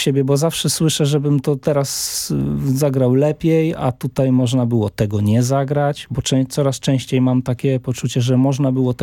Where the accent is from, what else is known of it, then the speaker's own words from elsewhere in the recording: Zamość, Lublin Voivodeship, Poland; born there; ja się wychowywałem w klubie Jazz Club Kosz w Zamościu.